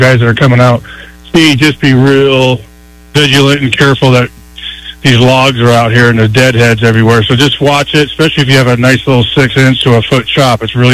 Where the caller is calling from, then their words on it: Montana, United States; But yeah, we're back here on Flathead.